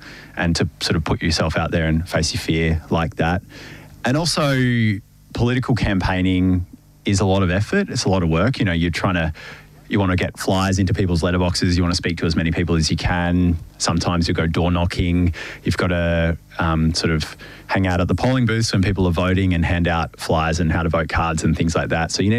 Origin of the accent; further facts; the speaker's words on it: Ocean Grove, Victoria, Australia; born there; also born or lived in South Australia; Yeah, so I moved to Ocean Grove and the Bellarine when I was about 10, I think, from South Australia. That was the first time I'd lived in a coastal town